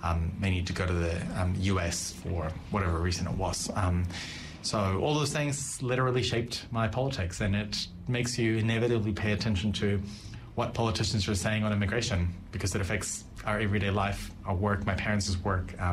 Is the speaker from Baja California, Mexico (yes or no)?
yes; Tijuana, Baja California, Mexico; now in Auckland, New Zealand; growing up in Tijuana